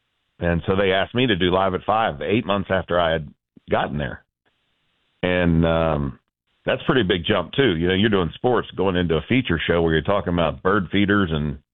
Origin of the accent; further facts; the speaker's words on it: Atlanta, Georgia, United States; all of our family is from Atlanta, born and raised in Atlanta. My father worked at Georgia Tech. My mother was a teacher.